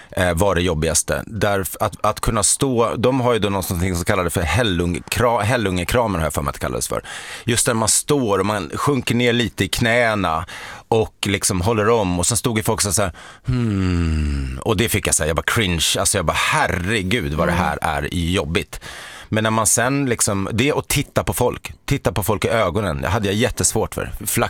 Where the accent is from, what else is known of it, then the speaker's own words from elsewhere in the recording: Sweden; vi är gamla svenskar sådär